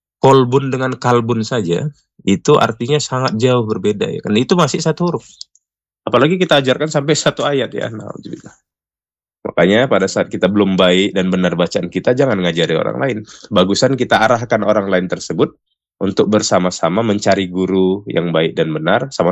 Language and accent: Indonesian; Indonesia; kita sebagai orang Indonesia, warga Indonesia tentunya